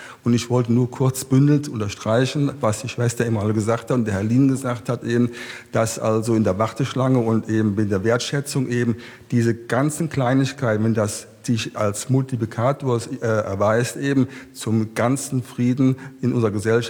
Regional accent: Erftstadt, North Rhine-Westphalia, Germany; ich komme aus Erfstadt und ich bin Sportwissenschaftler und Sportjournalist

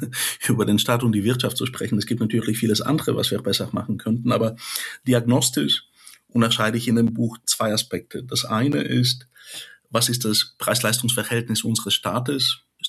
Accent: Bulgaria; now in Germany; die eben Deutschland in den Rücken kehren, unter anderem in meine Heimat Bulgarien.

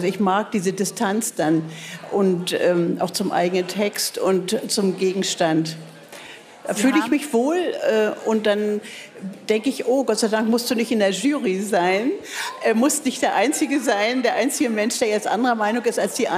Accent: Berlin, Germany; ich bin eine Berliner Spottdrossel.

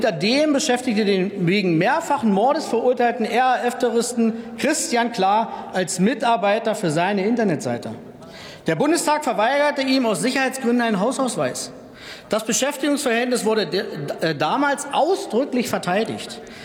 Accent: Saxony-Anhalt, Germany; ich komme aus Sachsen-Anhalt und war selbst Abgeordneter im Landtag.

